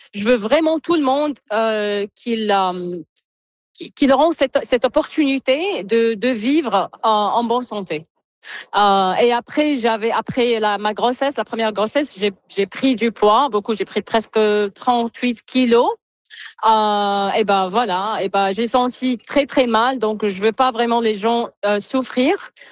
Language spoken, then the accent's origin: French; New Brunswick, Canada; Je suis de Nouveau-Brunswick, je suis pas d'ici.